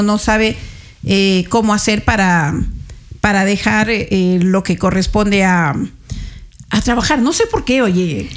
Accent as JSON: {"language": "Spanish", "area": "El Oro Province", "region": "El Oro", "country": "Ecuador", "said": "yo estuve en mi tierra, provincia de El Oro"}